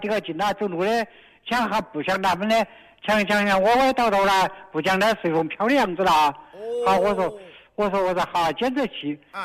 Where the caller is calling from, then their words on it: Zhejiang, China; 我是浙江的。